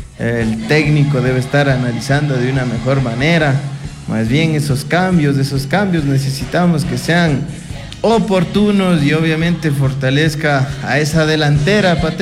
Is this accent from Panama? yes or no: no; Ecuador